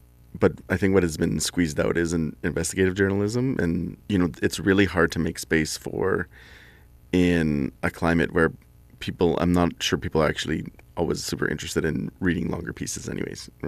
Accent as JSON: {"language": "English", "region": "Alberta", "country": "Canada", "tie": "born or raised there", "moved": "as an adult", "said": "for the last 20 years I've lived largely in big cities, right? But I grew up on Ermineskin Reserve, went to schooling in Wetaskiwin all throughout"}